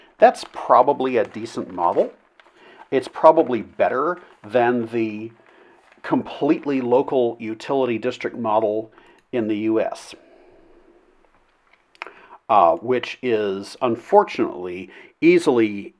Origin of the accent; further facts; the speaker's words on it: United States; as an American